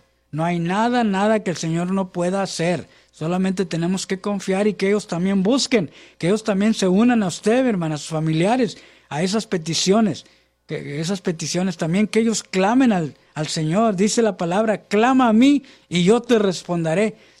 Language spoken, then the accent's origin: Spanish; San Benito, Texas, United States; se reportan de mi pueblito por acá en San Benito y Harlingen